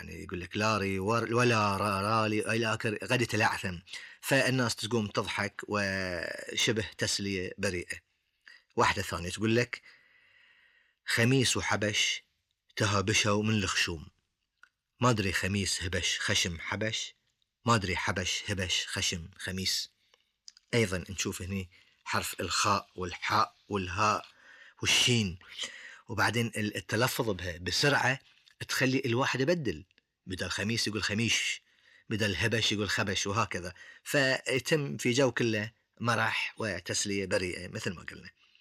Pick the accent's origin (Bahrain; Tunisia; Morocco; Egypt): Bahrain; حتى عندنا في البحرين سمعناها وحفظناها أيضا،